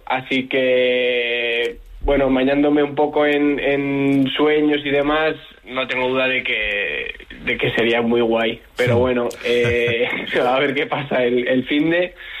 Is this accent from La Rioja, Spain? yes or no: no; Bilbao, Basque Country, Spain; yo pues soy de Bilbao y estoy muy cerca y llevo ya muchos años en este club